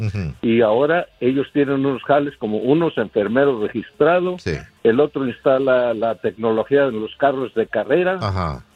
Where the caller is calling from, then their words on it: Long Beach, California, United States; de Long Beach.